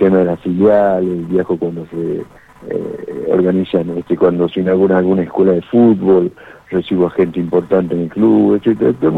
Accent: Córdoba, Argentina; No, por favor, para mí es un gusto, más que soy de Córdoba, así que te mando un abrazo enorme

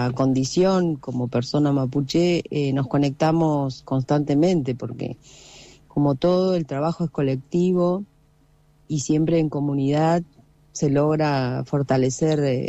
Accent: Comodoro Rivadavia, Chubut, Argentina; yo soy de Pujolil, pero no soy de Sarmiento. Soy de Comodoro Rivadavia.

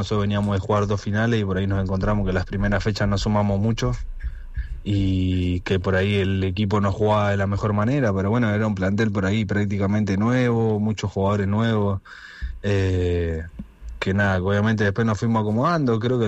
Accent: Tigre, Buenos Aires Province, Argentina; De Tigre, Buenos Aires, zona norte.

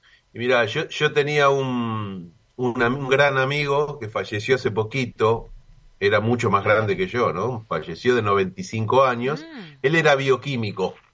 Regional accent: Ituzaingó, Buenos Aires Province, Argentina; Yo soy de acá, del oeste, toda mi vida, y acá vivo. O sea, no soy porteño

